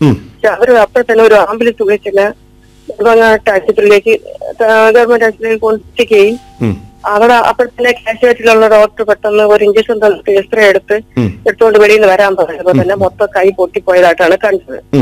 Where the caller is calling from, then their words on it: Panikkoottil, Kerala, India; പനിക്കൂട്ടിൽ നിന്നാ വിളിക്കുന്നത്.